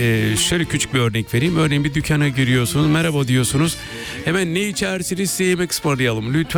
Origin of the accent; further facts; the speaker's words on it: Adıyaman, Turkey; Gerçekten de ben de Güneydoğulu'yum, ben Adıyamanlıyım, çoğunuz biliyorsunuz.